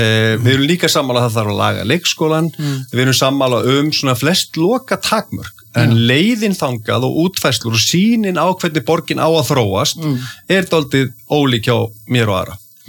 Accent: Reykjavík, Capital Region, Iceland; ég er alinn upp í Breiðholtinu. Í hólunum í Breiðholti

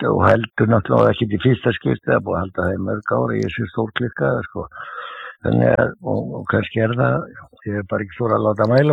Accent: Reykjavík, Capital Region, Iceland; Já, ég er fæddur og uppalinn í Klefsholtinu

